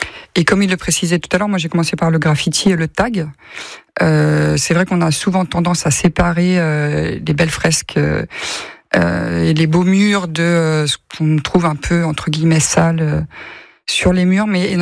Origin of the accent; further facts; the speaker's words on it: Rennes, Brittany, France; J'ai grandi à Villejean. Et c'est très bétonné.